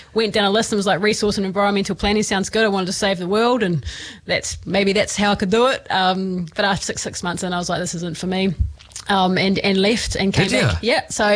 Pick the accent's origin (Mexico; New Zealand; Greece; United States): New Zealand; Inglewood, Taranaki; So growing up in England was awesome.